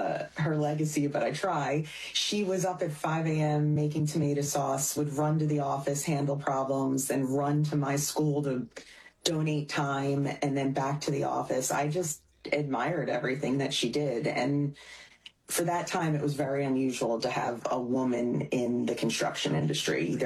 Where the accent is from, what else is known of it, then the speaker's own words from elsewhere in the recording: Hamilton, New Jersey, United States; So I grew up in Hamilton, New Jersey, but I am an only child.